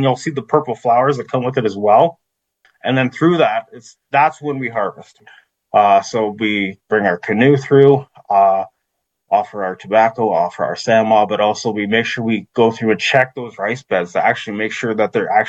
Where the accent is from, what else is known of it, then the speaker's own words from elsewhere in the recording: Alderville, Ontario, Canada; I mean, growing up in Alderville, my aunts and my uncles and my extended family, they were always harvesting wild rice, right?